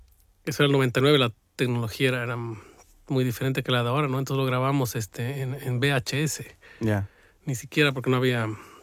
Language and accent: Spanish; La Paz, Bolivia; moved away as an adult; Yo salí de Bolivia en 2007 a estudiar producción musical acá en Gante.